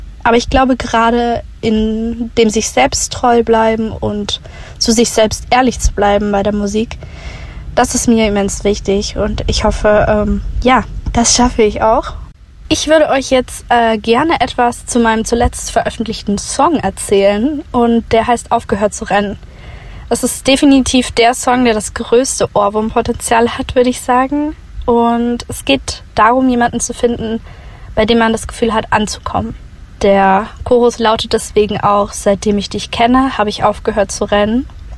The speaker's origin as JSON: {"language": "German", "region": "Bavaria", "country": "Germany", "said": "ich komme aus der Nähe von München"}